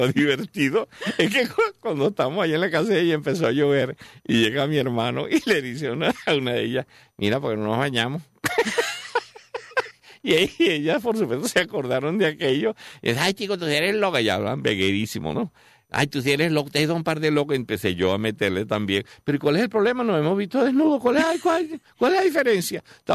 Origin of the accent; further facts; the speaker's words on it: Calabozo, Guárico, Venezuela; yo soy de Guárico, de Calabozo, del estado de Guárico.